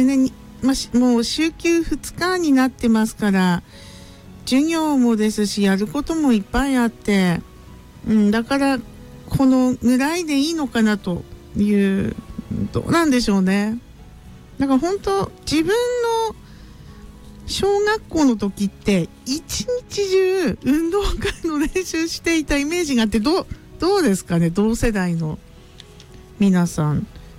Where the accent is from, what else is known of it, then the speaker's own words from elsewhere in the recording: Tono, Iwate, Japan; そのうちの地元ですね、遠野